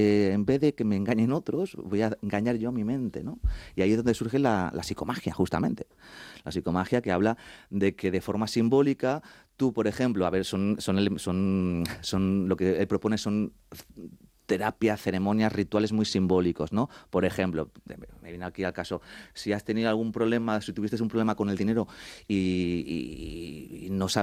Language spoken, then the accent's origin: Spanish; Madrid, Community of Madrid, Spain; aparte te he dicho ya que soy madrileño y mis padres son argentinos